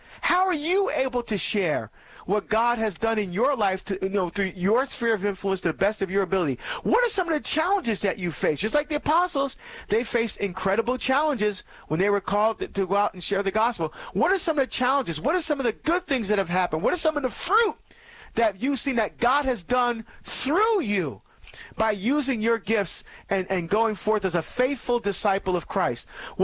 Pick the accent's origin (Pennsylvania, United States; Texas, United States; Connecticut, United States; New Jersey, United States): New Jersey, United States; So I really want to get back to Jersey, to my home state, to be able to speak at this event for law enforcement.